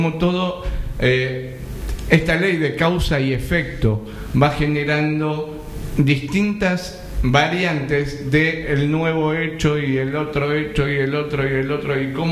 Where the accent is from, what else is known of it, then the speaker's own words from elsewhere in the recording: Buenos Aires, Argentina; also born or lived in Acasuso, Argentina; me había criado todo y había crecido y viví toda la vida en Capital, o si bien nací también en Acasuso, Acasuso es un hermoso barrio de zona norte con mucho verde